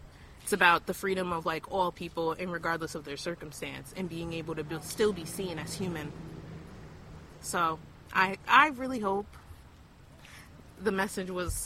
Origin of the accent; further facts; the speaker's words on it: Albany, New York, United States; I'm also from Albany. I grew up here.